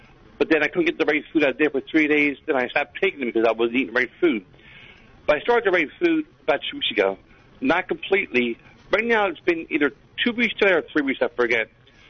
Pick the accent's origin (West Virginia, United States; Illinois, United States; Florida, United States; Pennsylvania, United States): Pennsylvania, United States; Philadelphia; You're from Trenton. I'm from Philly. You can curse me out.